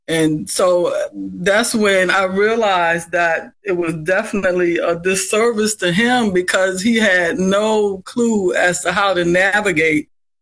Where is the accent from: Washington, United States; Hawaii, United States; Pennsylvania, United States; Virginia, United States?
Virginia, United States; Virginia Beach; Okay, well, I grew up in Virginia Beach area.